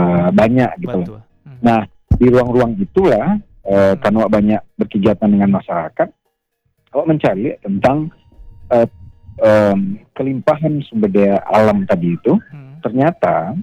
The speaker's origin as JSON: {"language": "Indonesian", "region": "West Sumatra", "country": "Indonesia", "also_born_or_lived": "Bali", "said": "kita orang Minang"}